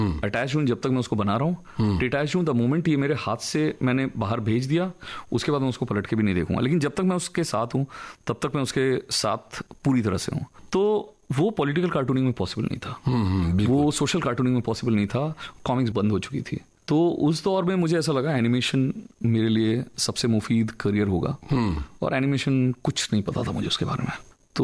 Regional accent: Athabira, Odisha, India; also born or lived in Bhilai; तब तक हम उड़ीसा शिफ्ट हो चुके थे भिलाई से, और ये बहुत छोटा सा गांव था, इसका नाम अथाबिरा है। मतलब वहाँ आप … अथाबिरा लिख के चिट्ठी डालिए, मेरे घर आ जाती थी

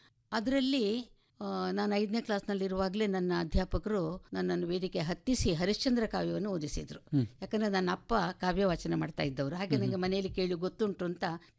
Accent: Mangaluru, Karnataka, India; born there

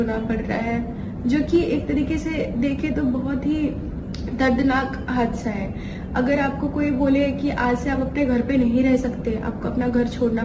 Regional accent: Dhanbad, Jharkhand, India; मैं भी धनबाद से हूँ।

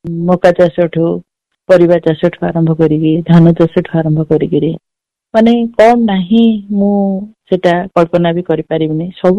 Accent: Semala, Odisha, India; ମୋ ଗାଁ ହଉଛି ସେମଳା, ନବରଙ୍ଗପୁର ଜିଲ୍ଲା ପାପଡ଼ାହାଣ୍ଡି ବ୍ଲକ ସେମଳା ପଞ୍ଚାୟତ।

